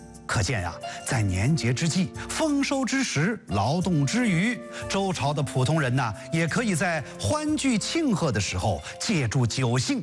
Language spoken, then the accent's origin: Chinese; China